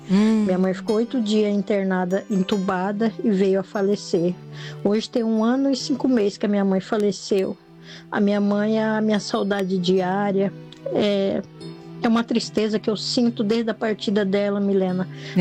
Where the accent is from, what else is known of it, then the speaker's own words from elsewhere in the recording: Sinop, Mato Grosso, Brazil; sou da cidade de Sinop, Mato Grosso.